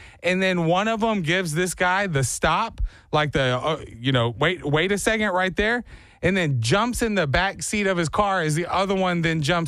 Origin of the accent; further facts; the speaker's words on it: Texas, United States; man, I'm from Texas.